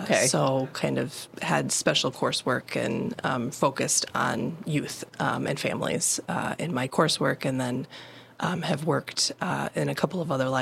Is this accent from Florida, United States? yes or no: no; Traverse City, Michigan, United States; moved away as an adult; also born or lived in California; now in Frankfort, United States; I grew up in Traverse City, so not too far from here, but haven't lived in northern Michigan as an adult. So I moved to California to go to school.